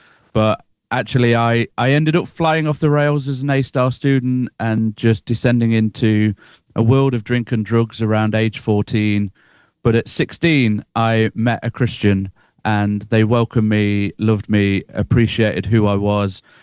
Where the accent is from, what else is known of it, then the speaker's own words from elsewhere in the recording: East Midlands, United Kingdom; moved away as an adult; also born or lived in France; now in Sutton in Ashfield, United Kingdom; Yeah, Nottinghamshire boy, born and bred. But I have lived in various parts of the country, and I also lived in France for 4 years.